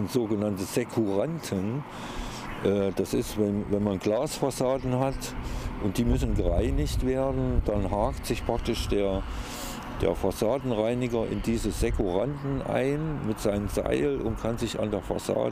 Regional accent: Vogtland, Germany; Die Hügel erinnert mich an das Vogtland, da wo ich herkomme. Das besteht ja eigentlich nur aus Hügeln, Wäldern, kleinen Seen und Wiesen, Feldern.

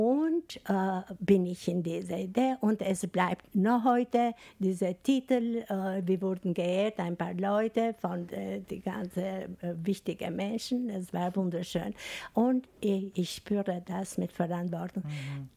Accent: Albania; German is a second language; moved away as an adult; now in Salzburg, Austria; woher kommst du aus Albanien? Aus Albanien

